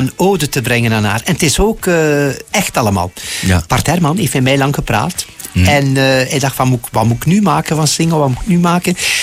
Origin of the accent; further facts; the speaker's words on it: Belgium; Heb ik als Belgische artiest